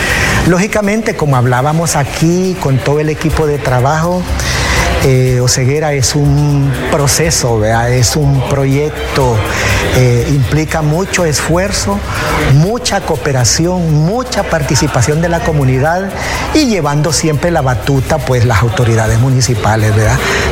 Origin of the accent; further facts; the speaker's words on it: Juticalpa, Olancho, Honduras; somos ciudadanos de Juticalpa, ¿verdad? Y la ciudad nos gusta vivir aquí, nos duele la ciudad y queremos lo mejor para ella.